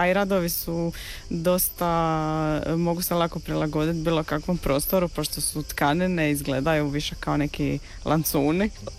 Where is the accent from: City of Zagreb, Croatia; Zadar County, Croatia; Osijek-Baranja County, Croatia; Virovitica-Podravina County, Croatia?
Zadar County, Croatia; Zadar; born or raised there